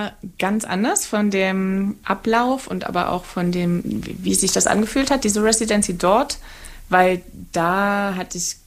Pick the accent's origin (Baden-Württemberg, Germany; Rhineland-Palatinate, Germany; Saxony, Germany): Saxony, Germany; habe ich das quasi mit der Landschaft meiner Herkunft, wo ich aufgewachsen bin, gemacht, das Erzgebirge, wo ich eigentlich immer erstmal weg wollte, weil es kam mir immer eng vor.